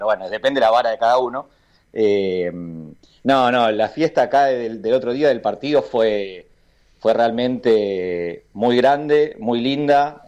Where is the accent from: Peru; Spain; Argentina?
Argentina; now in Canada; Nosotros estamos tan acostumbrados como argentinos